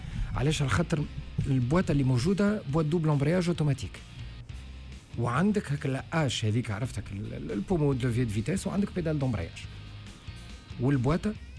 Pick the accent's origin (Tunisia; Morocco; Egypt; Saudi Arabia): Tunisia; اسكو هذا سي ليغال عندنا في تونس ولا سوني با ليغال؟